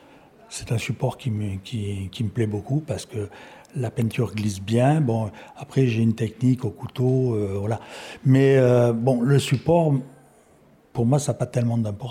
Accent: Nice, Provence-Alpes-Côte d'Azur, France; moved away; moi, je suis originaire, je suis niçois, on va dire.

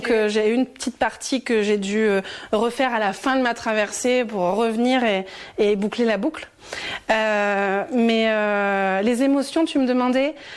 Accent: Tarbes, Occitanie, France; born there; moved away as an adult; also born or lived in Bordeaux / Scotland; avant l'Écosse, j'ai fait 6 ans à Bordeaux parce que mes parents sont séparés, tout ça. Moi, à la base, je suis de Tarbes, donc pas si loin de la vallée des Gaves, mais pas non plus dans la vallée exactement. Et en Écosse, j'y suis allée après le bac, en fait, pour passer une année, apprendre l'anglais

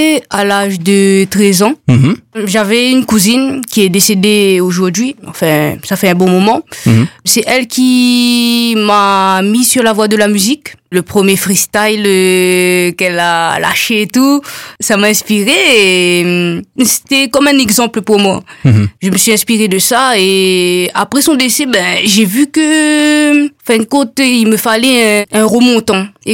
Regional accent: Réunion; moved away as an adult; now in Toulouse, France; Je suis originaire de la Réunion

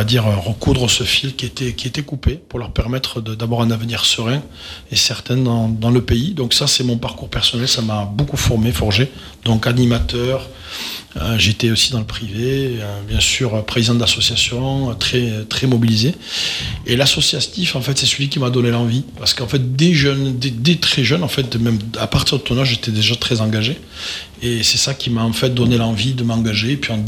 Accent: Occitanie, France; Je suis originaire de l'Ariège, voilà, sinon j'ai été élu local à l'année pendant une quinzaine d'années

